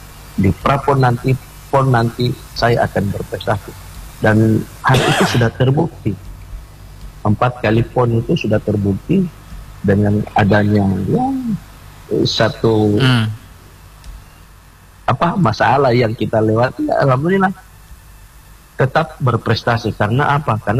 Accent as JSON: {"language": "Indonesian", "region": "Gorontalo", "country": "Indonesia", "said": "saya sampaikan, saya orang Gorontalo."}